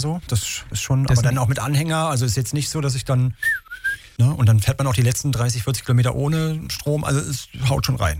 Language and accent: German; Ueckermünde, Mecklenburg-Vorpommern, Germany; born there; Ist meine Geburtsstadt.